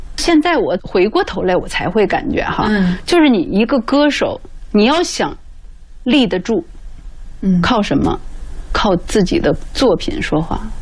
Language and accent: Chinese; China; 但是还是我们中国人。